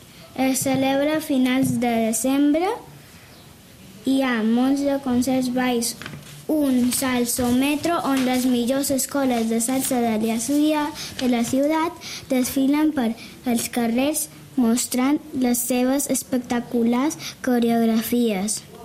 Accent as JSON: {"language": "Catalan", "town": "Cali", "region": "Valle del Cauca", "country": "Colombia", "said": "La capital és Bogotà i que jo som de Cali, ciutat de la salsa. La moneda del país és el peso colombiano. Al meu país es parla espanyol."}